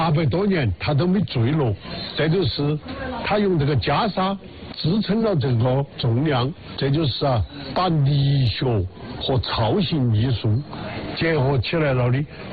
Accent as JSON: {"language": "Chinese", "region": "Sichuan", "country": "China", "said": "你们叫热闹，我们四川人叫闹热。"}